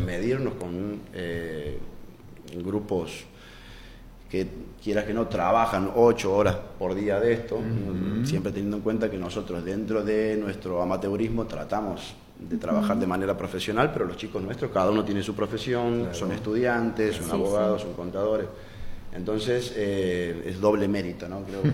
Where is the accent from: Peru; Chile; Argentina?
Argentina; como argentino se nos reconoce por el fútbol y por el tango.